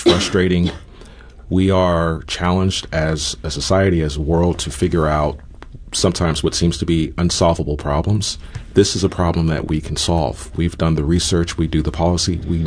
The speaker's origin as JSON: {"language": "English", "region": "Missouri", "country": "United States", "tie": "born or raised there", "said": "Missouri, however, and it hurts me to say, it's my home state, is somewhat unique in the description that Rachel just gave you."}